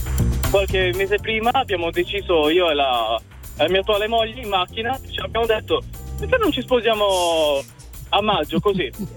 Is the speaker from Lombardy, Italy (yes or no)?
no; Bari, Apulia, Italy; moved away as an adult; now in Ferrara, Italy; subito dopo gli esami di Stato mi sono dovuto trasferire da Bari, perché io sono originario di Bari, a Ferrara per lavoro.